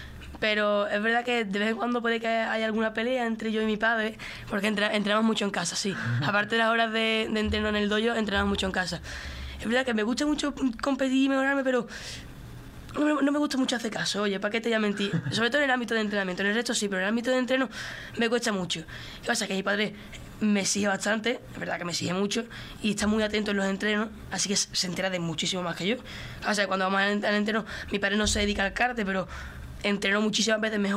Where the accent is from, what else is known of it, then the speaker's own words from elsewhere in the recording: Spain; defender mi país.